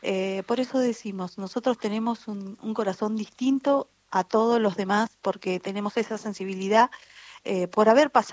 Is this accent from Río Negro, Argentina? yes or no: yes; San Carlos de Bariloche, Río Negro, Argentina; yo como Bariloche, soy de Bariloche, de la provincia de Río Negro también